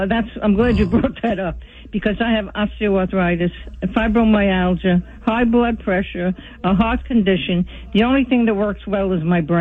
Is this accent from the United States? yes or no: yes; Brooklyn, New York, United States; Well, I grew up in Brooklyn, New York.